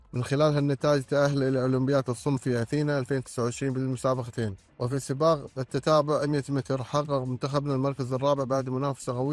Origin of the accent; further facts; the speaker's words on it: Kuwait; ديرتنا الكويت